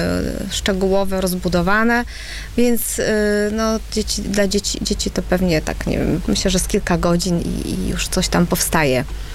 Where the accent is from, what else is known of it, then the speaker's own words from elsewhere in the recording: Pomeranian Voivodeship, Poland; niewielu mamy takich artystów u nas na Kaszubach.